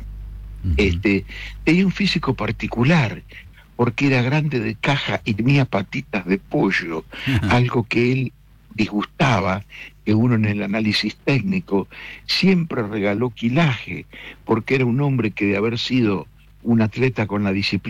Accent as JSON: {"language": "Spanish", "town": "Mercedes", "country": "Argentina", "tie": "born or raised there", "said": "Yo escuchaba en Mercedes, mi ciudad natal"}